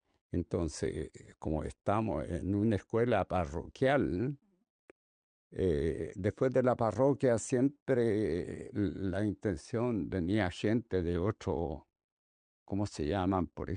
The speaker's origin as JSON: {"language": "Spanish", "town": "Lontué", "region": "Maule", "country": "Chile", "tie": "born or raised there", "said": "En Lontué, el pueblo donde yo nací."}